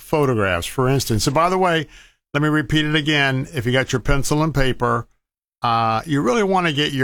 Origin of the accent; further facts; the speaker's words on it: Tampa, Florida, United States; Believe me, I was born and raised in Tampa. I'm very, very aware of our traffic increases.